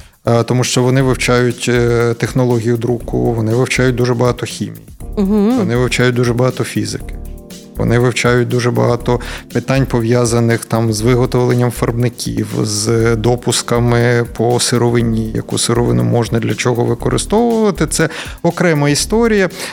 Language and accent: Ukrainian; Odesa, Odesa Oblast, Ukraine; Я от з Одеси знаю, що вивозили. Це були наші українці, наші одесити.